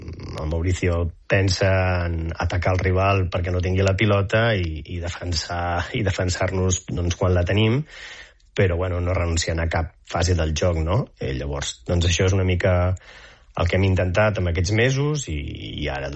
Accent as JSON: {"language": "Catalan", "region": "Catalonia", "country": "Spain", "lives_now": "United States", "said": "Doncs sí, som bastants catalans aquí"}